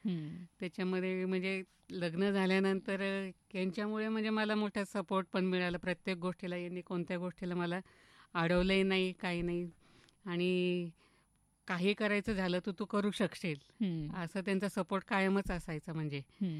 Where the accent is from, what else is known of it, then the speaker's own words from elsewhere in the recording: Rahuri, Maharashtra, India; now in Ahilyanagar, India; मी मूळची तशी रावरीची, वडील माझे शिक्षक होते तिथं गाडगे माझा आश्रम शाळेमध्ये, आणि जन्मही माझा रावरीतच झाला, त्यामुळे माझं सगळं बालपण शाळेचं वगैरे सगळं रावरीमध्येच गेलं.